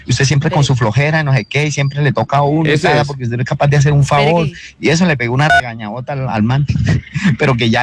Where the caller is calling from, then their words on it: Bucaramanga, Santander, Colombia; Bucaramanga.